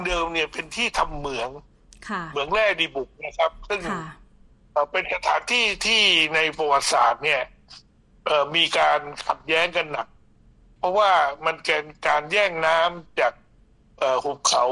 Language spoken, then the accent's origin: Thai; Phuket, Thailand; ผมเป็นคนภูเก็ตเกิดที่ภูเก็ตแล้วก็เรียนมัธยม